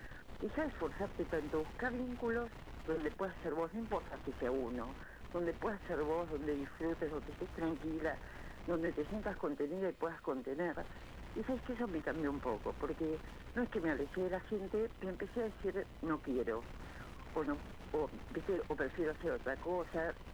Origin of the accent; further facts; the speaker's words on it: Tortuguitas, Buenos Aires Province, Argentina; Soy de Tortuguitas.